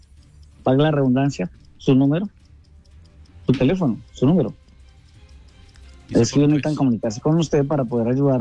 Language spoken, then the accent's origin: Spanish; Pereira, Risaralda, Colombia; mi ciudad Pereira. Yo soy pereirano desde pequeño.